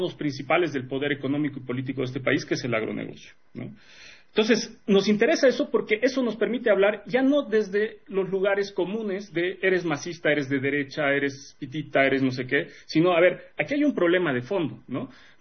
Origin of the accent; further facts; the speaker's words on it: Bolivia; como bolivianos, como, ¿no?, que tenemos nuestras familias aquí